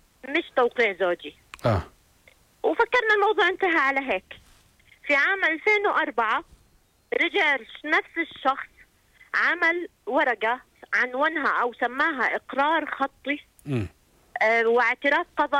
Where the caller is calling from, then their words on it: Jordan; أنا مواطنة أردنية … من قبيلة بني صخر.